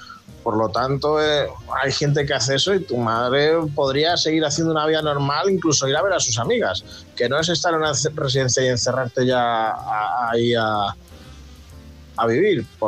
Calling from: Palencia, Castile and León, Spain; corresponsal de Palencia.

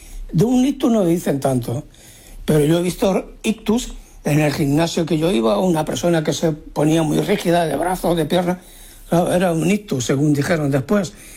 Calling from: Barcelona, Catalonia, Spain; Hola, Farero … de Barcelona.

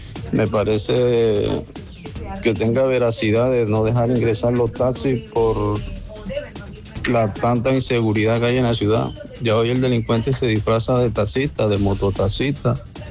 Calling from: Baranoa, Atlántico, Colombia; de Baranoa.

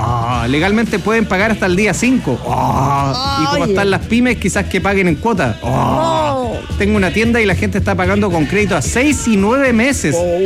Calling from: Ñuñoa, Santiago Metropolitan Region, Chile; Buenos días, Gracie Pancho. … de Ñuñoa.

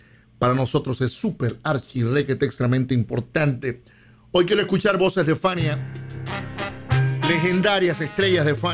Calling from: El Banco, Magdalena, Colombia; En sintonía desde mi pueblo, el Banco Magdalena Colombiano, aquí en compañía de Celso, Aníbal, Jorge y Javier.

